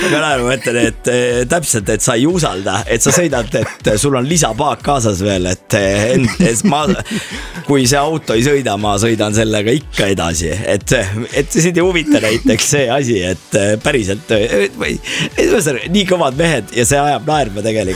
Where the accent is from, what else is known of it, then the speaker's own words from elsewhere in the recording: Võru, Võru County, Estonia; ma olen Võrust pärit